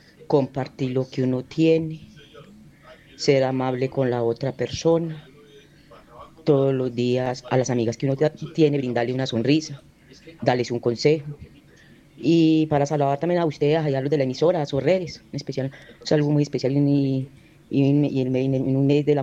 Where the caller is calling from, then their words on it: Caicedo, Antioquia, Colombia; de aquí del municipio de Caicedo.